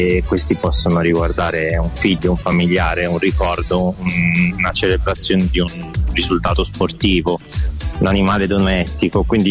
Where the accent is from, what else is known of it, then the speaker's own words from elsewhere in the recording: Trieste, Friuli-Venezia Giulia, Italy; born there; also born or lived in Milan; now in Rome, Italy; Sì, sono nato a Trieste, ho vissuto a Milano, ci vengo periodicamente ogni volta che gioca l'Inter o per tatuare e vivo a Roma.